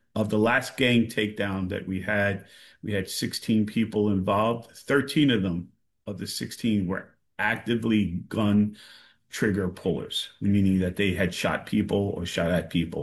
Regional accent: New York City, New York, United States; So I grew up in East New York mostly, and the neighborhood in East New York I grew up in, you know, in the 80s and 90s, was considered high crime.

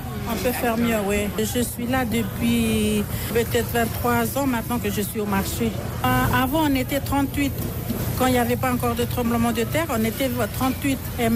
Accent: Antananarivo, Analamanga, Madagascar; now in Port-Vila, Vanuatu; Je suis originaire de Tana, mais je vis à Port-Vila.

